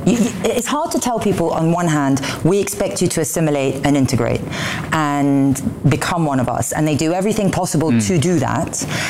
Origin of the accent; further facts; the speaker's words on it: England, United Kingdom; So I'm English by virtue of my national identity, but I have an Egyptian heritage.